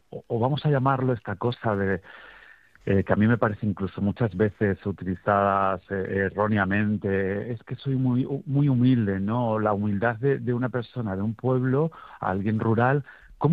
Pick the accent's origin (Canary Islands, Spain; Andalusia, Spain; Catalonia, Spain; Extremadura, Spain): Extremadura, Spain; Montánchez; en Montanches, en mi pueblo